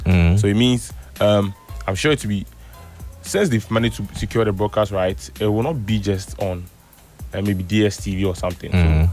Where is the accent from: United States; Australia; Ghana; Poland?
Ghana; as a Ghanaian, I'll be excited.